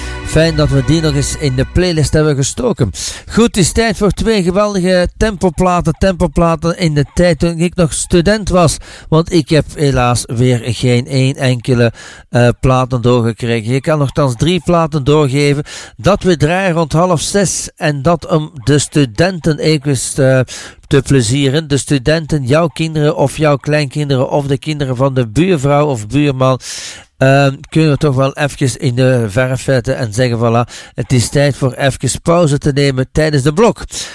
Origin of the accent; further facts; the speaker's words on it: Flanders, Belgium; Dat is een van de grote hits die bij ons in Vlaanderen nummer 1 scoorde, toch wel, in 1986.